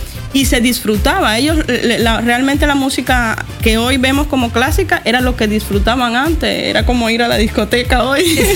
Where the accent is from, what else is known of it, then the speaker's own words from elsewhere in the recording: Cuba; moved away as an adult; also born or lived in Jamaica; yo vengo de Cuba, en Cuba me gradué del conservatorio